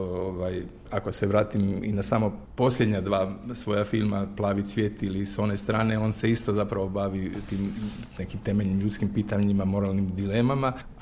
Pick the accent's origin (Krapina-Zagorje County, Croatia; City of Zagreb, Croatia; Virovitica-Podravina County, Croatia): Virovitica-Podravina County, Croatia; Virovitica; born there; rođen u zapadnoj Slavoniji, rođen sam u Virovitici, tamo su naime moji roditelji imali prvo radno mjesto